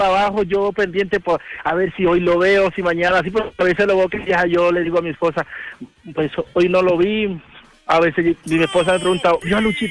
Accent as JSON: {"language": "Spanish", "town": "Montería", "region": "Córdoba", "country": "Colombia", "said": "Yo soy de Córdoba, Montería."}